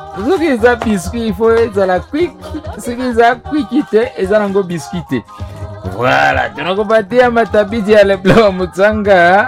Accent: DR Congo; Hatukukomalia Tanzania. Sisi ni wakongomani.

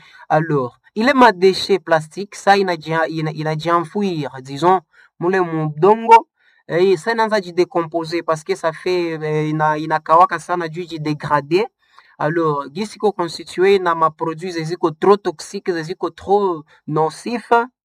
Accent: Butembo, North Kivu, DR Congo; ici chez nous à Butembo.

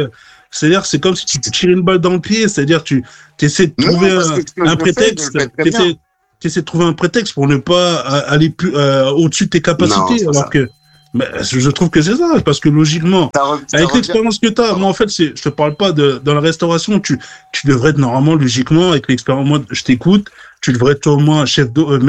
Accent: France; moved away as an adult; moi, quand j'ai quitté la France, en fait, c'est pour couper le cordon. Plus de parents, plus rien. Donc, je m'en vais dans un pays étranger.

